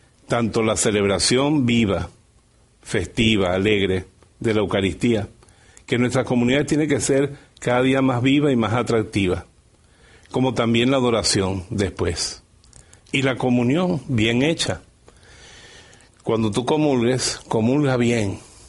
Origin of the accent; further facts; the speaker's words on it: Bejuma, Carabobo, Venezuela; Yo crecí en Bejuma, en un pueblo de Venezuela